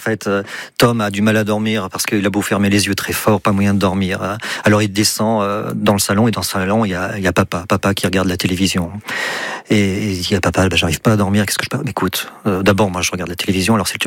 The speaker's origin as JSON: {"language": "French", "region": "Auvergne-Rhône-Alpes", "country": "France", "said": "Alors, je ne suis pas de la région, je suis du Bourbonnais, mais on est voisins."}